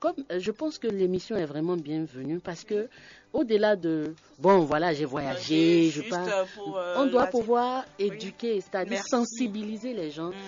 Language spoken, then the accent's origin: French; Benin; nous sommes béninois